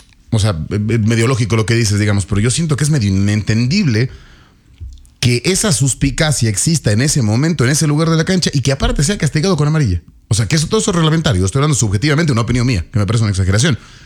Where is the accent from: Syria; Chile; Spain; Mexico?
Chile; Y aún así, siendo chileno, yo no tengo la sensación de animadversión que el chileno sí tiene contra el argentino